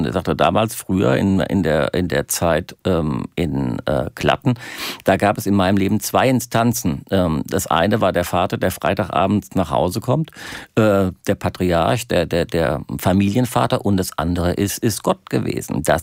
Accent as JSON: {"language": "German", "country": "Germany", "said": "die Überidentifikation, die wir als Deutsche auch mit dem Fußball haben"}